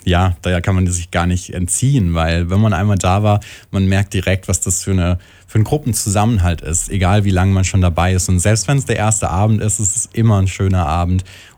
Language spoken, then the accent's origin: German; Aschaffenburg, Bavaria, Germany; Und da sage ich noch, wow, guck mal, wir sind ja auch aus Aschaffenburg, lass da mal hingehen.